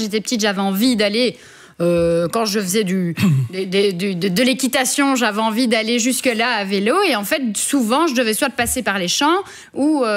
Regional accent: Lillois, Wallonia, Belgium; J'ai grandi à Lillois, qui est entre Nivelles et Braine-l'Alleud. Eh bien, vous n'avez pas de piste cyclable, vous n'avez rien, vous n'avez pas un bus.

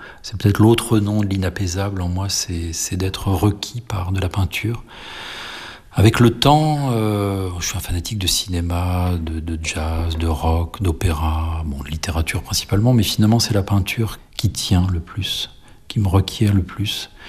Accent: Rennes, Brittany, France; moved away; j'étais rennais, je suis né à Rennes, j'ai fait mes études là-bas à Rennes

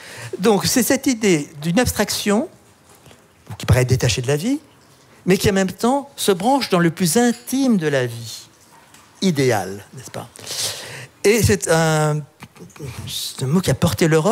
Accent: France; Ah, je viens de France, hein.

